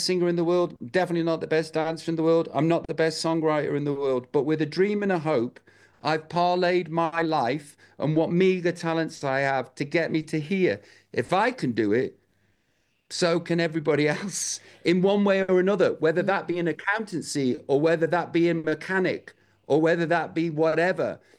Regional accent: Stoke-on-Trent, West Midlands, United Kingdom; I am from Stoke-on-Trent. I didn't get any GCSEs.

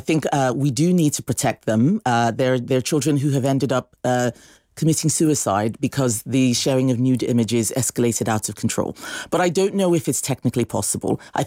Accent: Nigeria; now in United Kingdom; I spent my childhood in Nigeria, a country where everybody looked the same, but there were hundreds of different tribes.

